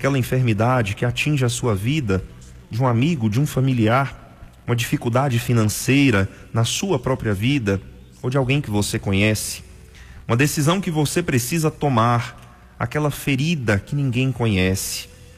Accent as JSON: {"language": "Portuguese", "town": "Cachoeirinha", "country": "Brazil", "said": "sou de Cachoeirinha e gostaria de pedir uma música"}